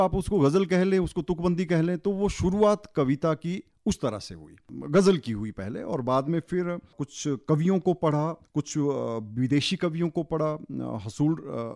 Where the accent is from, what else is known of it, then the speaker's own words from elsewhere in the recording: Solan, Himachal Pradesh, India; कार्यक्रम था हमारे शहर में, मैं सोलन से हूँ बेसिकली